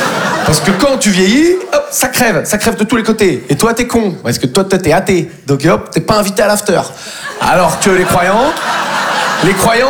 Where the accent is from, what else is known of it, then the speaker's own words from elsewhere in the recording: Nouvelle-Aquitaine, France; Moi je viens du Poitou-Charentes. Tout le monde s'en bat les couilles de nous, quoi.